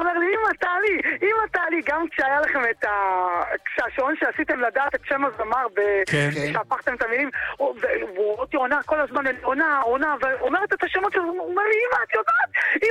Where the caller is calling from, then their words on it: Kfar Saba, Central District, Israel; אני כפר סבאית במקור.